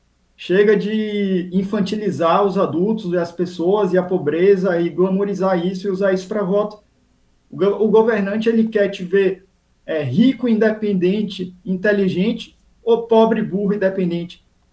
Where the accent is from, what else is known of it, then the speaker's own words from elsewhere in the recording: Salvador, Bahia, Brazil; eu sou de Salvador, Bahia.